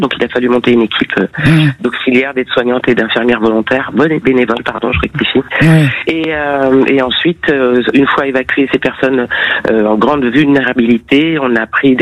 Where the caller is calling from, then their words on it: La Teste-de-Buch, Nouvelle-Aquitaine, France; Vous m'appelez, oui, je suis au Teche, effectivement.